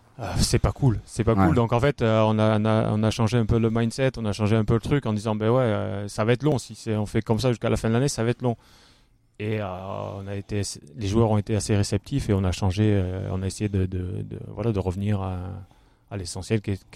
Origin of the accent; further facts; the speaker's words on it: Occitanie, France; moved away; je vais rentrer dans l'Aveyron